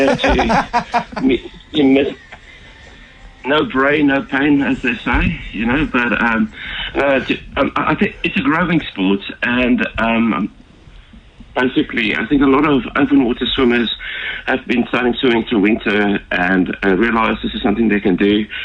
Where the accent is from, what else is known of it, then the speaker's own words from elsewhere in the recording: Cape Town, Western Cape, South Africa; If you look at my name, I'm just a plain South African. I'm from Cape Town.